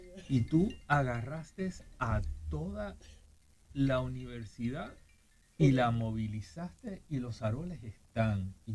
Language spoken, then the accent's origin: Spanish; San Juan, Puerto Rico; Pero de Atorrey, de Floral Park.